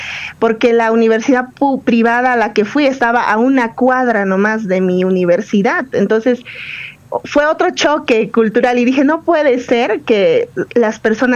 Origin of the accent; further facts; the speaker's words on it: Peru; born there; also born or lived in Lima; recién cuando fui a Lima a estudiar para la universidad